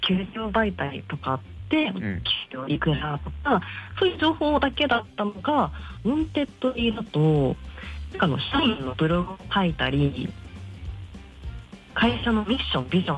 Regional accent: Obihiro, Hokkaido, Japan; 帯広出身で三条行ってましたね。

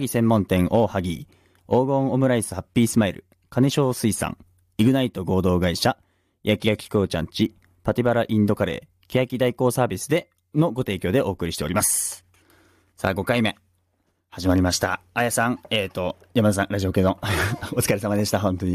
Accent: Gunma, Japan; 僕らも群馬育ち、群馬生まれなんで、

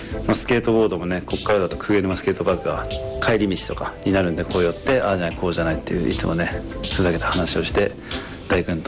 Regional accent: Chigasaki, Kanagawa, Japan; 僕の地元茅ヶ崎を巡っておりますということで、まあ僕の本当の地元、実家の近くにねある10歳から通ってるアールサーフにやってきました。

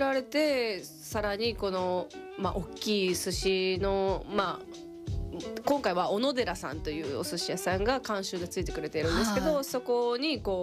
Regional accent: Kansai, Japan; で私関西出身なんですけど、

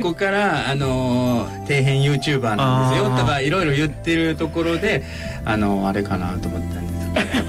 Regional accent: Osaka, Japan; はい、大阪から来ました。

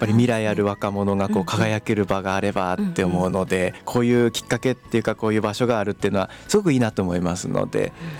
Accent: Kesennuma, Miyagi, Japan; 僕の地元気仙沼市で

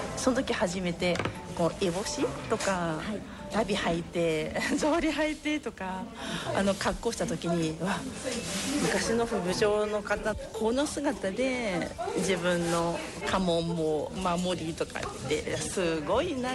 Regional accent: Toyokawa, Aichi, Japan; もともと豊川で結婚して今西を。

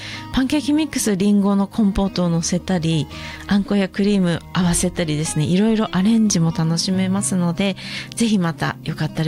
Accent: Muroran, Hokkaido, Japan; 私たちの出身というか生まれの土地ですね。

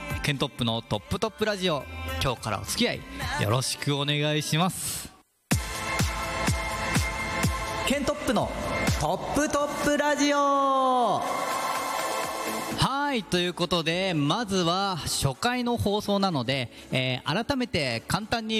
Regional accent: Gyoda, Saitama, Japan; 生まれも育ちも行田で

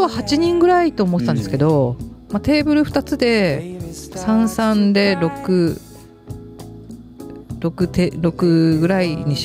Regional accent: Sapporo, Hokkaido, Japan; 札幌のそれこそ私の地元というか麻布駅も

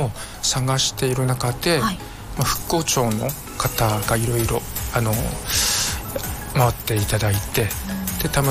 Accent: Yamagata, Japan; moved away; 私出身は山形なんですけど

